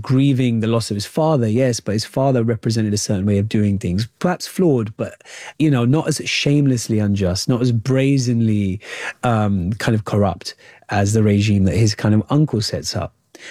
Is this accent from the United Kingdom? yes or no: yes; United Kingdom; I found massive parallels with my own lived experience as a British Asian.